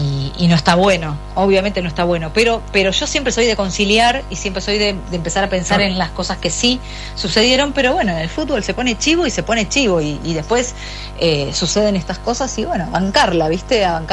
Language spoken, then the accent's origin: Spanish; Argentina; nosotros, como argentinos, sé que hinchamos siempre por Latinoamérica.